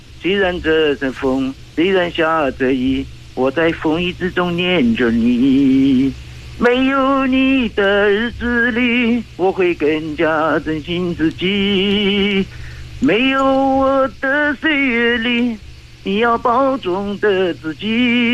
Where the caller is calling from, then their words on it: Qidong, Jiangsu, China; 我是来自江苏启东市的一位盲人听众。